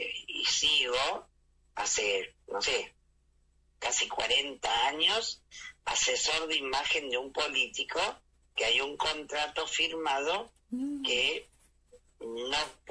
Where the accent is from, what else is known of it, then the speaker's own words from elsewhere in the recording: Argentina; yo, como soy argentino, digo, soy profesor